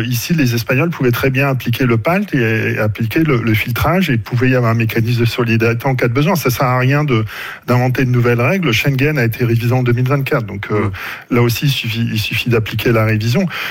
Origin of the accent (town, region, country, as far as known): Hauts-de-France, France; now in Grenoble, France